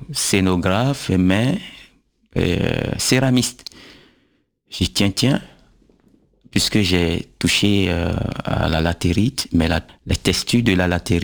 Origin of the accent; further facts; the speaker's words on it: Abomey, Zou, Benin; born there; je suis né à Boumé, la terre d'Aboumé